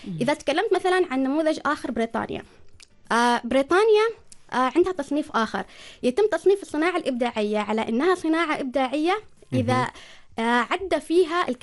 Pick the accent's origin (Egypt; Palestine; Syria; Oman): Oman; عندنا في سلطنة عمان